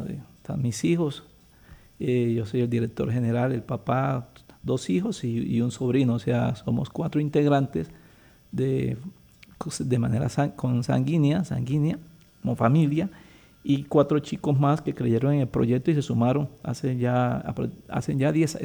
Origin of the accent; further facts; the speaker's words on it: Cartagena, Bolívar, Colombia; moved away as an adult; also born or lived in Zambrano, Bolívar; now in Bucaramanga, Colombia; yo nací en una población que se llama Zambrano Bolívar, pero me crié en Cartagena